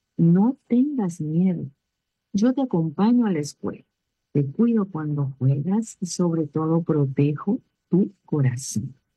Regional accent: Peru; Decimos, somos peruanos.

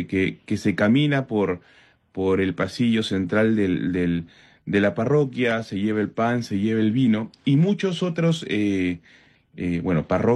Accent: Peru; también lo asociaba un poco el tema a nuestra misión como ciudadanos, como peruanos, ¿no?

